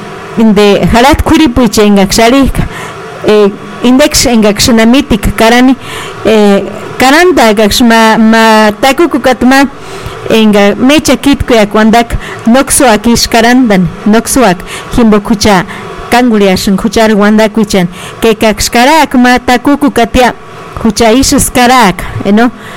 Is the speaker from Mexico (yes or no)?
yes; Michoacán, Mexico; first language Purépecha; es que vamos a traducir verdaderamente nuestra lengua purépecha, pues no, porque cada quien tenemos nuestra forma de hablar.